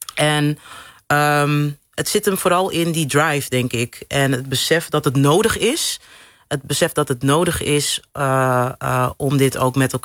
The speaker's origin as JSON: {"language": "Dutch", "town": "Amsterdam", "region": "North Holland", "country": "Netherlands", "tie": "born or raised there", "said": "Ik ben hier geboren, getogen. Ik kom uit Amsterdam-Noord, de Bannen."}